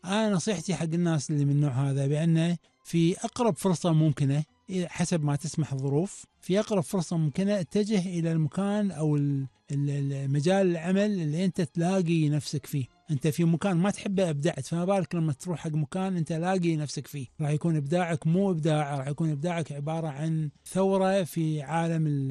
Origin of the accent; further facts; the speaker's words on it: Kuwait; عندنا في الكويت